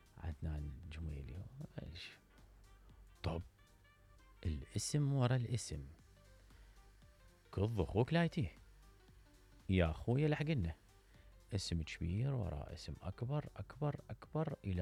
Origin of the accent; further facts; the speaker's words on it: Iraq; بس احنا كمواطنين عراقيين فقراء ما نعرف من هذول